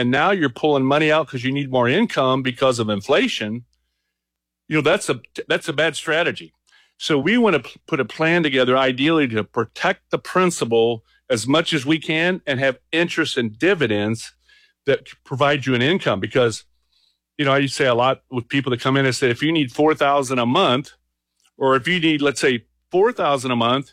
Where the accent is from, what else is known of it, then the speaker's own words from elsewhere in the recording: Midwest, United States; But growing up in the Midwest on a farm, always thought it'd be nice to buy a farm and just own a farm.